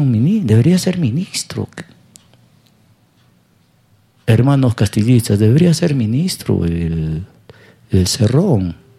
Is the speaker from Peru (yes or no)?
yes; Peru; Esos somos los peruanos.